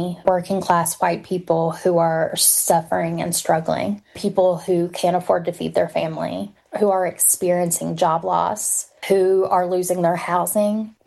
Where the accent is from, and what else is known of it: Appalachia, United States